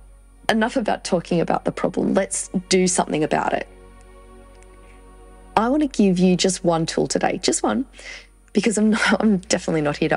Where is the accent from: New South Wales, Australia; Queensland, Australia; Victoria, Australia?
New South Wales, Australia; I grew up in Central West New South Wales myself in a small country town of 264 people